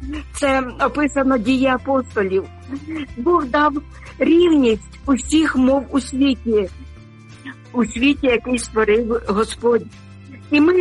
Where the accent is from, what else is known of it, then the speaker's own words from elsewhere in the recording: Sumy Oblast, Ukraine; now in Denmark; на мою рідну Україну, на мою рідну Сумщину, в мою рідну церкву Різдва. Мені здається, ще секундочка, і ви почнете співати. Ви знаєте, бо я дуже сумую. Я вже два роки тут в Данії, але серце моє в Україні.